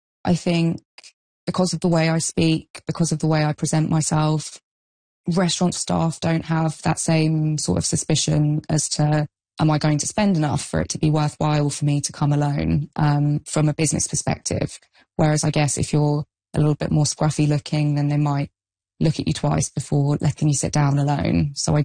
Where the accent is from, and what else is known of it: London, United Kingdom; born or raised there